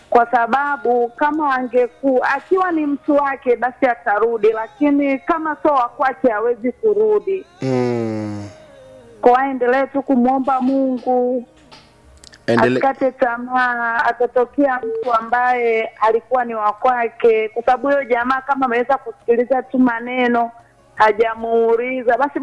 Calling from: Kigamboni, Dar es Salaam, Tanzania; mimi natokea Don Bosco Kigamboni.

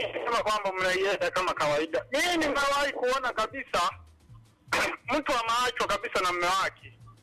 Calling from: Singida, Tanzania; Natokea maeneo ya Ponyanumbu hapo kwa Ward Mabiazi Barete mkoa ni Simida dangu.

